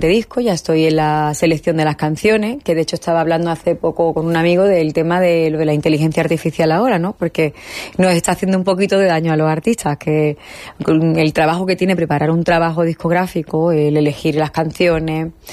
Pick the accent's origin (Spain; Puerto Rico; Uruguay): Spain; Málaga, Andalusia; moved away as an adult; now in Mexico; es esta tierra es mi raíz y México también es mi madre adoptiva